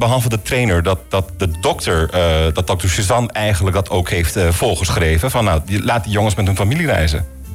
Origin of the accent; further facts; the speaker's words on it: Curaçao; Ik heb zoiets nog nooit meegemaakt als Curaçaoënaar.